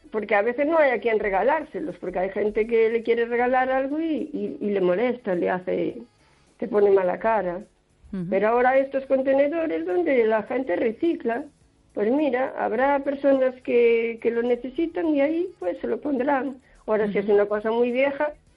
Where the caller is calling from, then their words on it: O Carballiño, Galicia, Spain; de Carballiño.